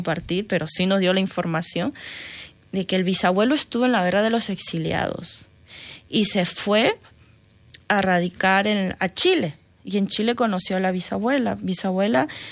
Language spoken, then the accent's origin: Spanish; Peru; now in Spain; No soy catalana. No soy catalana, soy peruana.